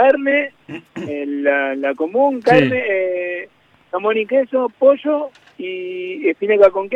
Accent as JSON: {"language": "Spanish", "town": "Rosario", "region": "Santa Fe", "country": "Argentina", "moved": "as an adult", "lives_now": "United States", "said": "Mira, yo soy de Rosario"}